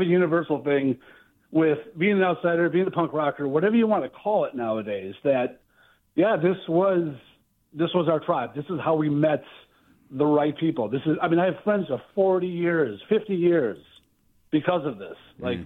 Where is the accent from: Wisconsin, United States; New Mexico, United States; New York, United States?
Wisconsin, United States; Milwaukee; now in Napa, United States; I grew up in Milwaukee, Wisconsin